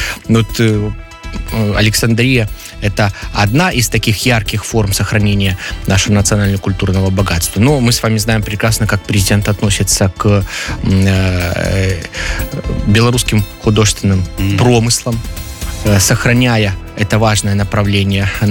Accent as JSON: {"language": "Russian", "country": "Belarus", "said": "мы сегодня белорусы, имеем свою собственную страну"}